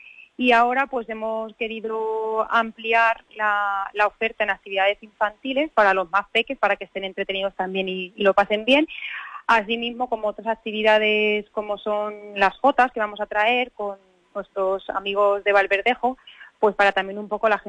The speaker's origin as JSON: {"language": "Spanish", "town": "Gabaldón", "region": "Castilla-La Mancha", "country": "Spain", "said": "de mi pueblo, Carolina? Gabaldón, somos todos en una, somos un pueblo muy unido"}